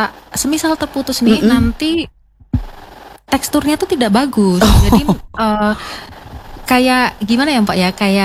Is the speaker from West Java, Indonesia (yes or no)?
no; Central Java, Indonesia; now in Manokwari, Indonesia; Saya malah dari Jawa Tengah.